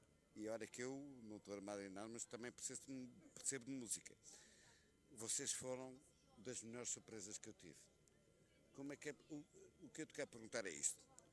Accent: Beira, Portugal; Somos da Beira. Somos beirões como a Rádio Copa da Beira para o mundo.

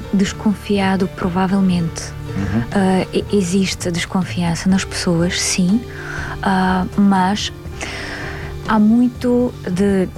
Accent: Minsk, Belarus; now in Portugal; Sou de Minsk, Sim.

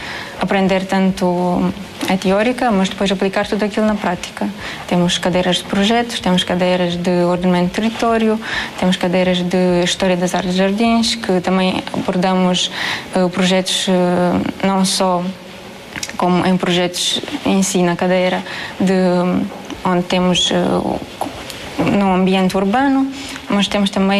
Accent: Moldova; Portuguese is a second language

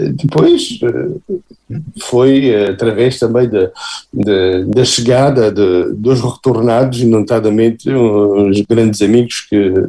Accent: Alter do Chão, Alentejo, Portugal; moved away; Sim, eu sou natural de Alter do Chão, naquela altura. Eu nasci em 62, sob ainda o fascismo, a ditadura que nós conhecemos em Portugal.

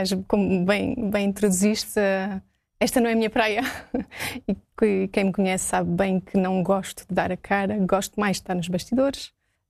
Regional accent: Portugal; born there; Nasci em Portugal, eu vim nascer de propósito a Portugal, porque os meus pais estavam em França

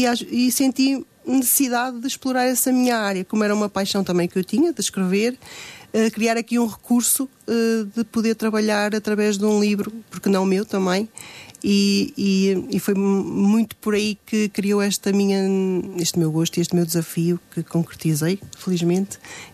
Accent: Oliveira de Azeméis, Aveiro, Portugal; also born or lived in São João da Madeira; now in Guarda, Portugal; Eu realmente não sou de cá. Sou da zona de Aveiro, mais concretamente de Oliveira das Mães. Uhum. E estudei, também fiz o meu percurso escolar em São João da Madeira.

